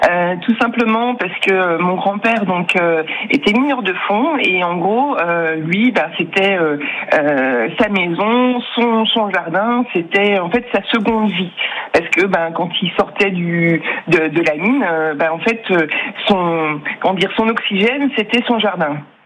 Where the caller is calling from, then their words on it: Bourgogne-Franche-Comté, France; je suis et pâtissière et confiturière, pas très très loin de Beaune, entre Beaune et Nice-Saint-Georges en fait.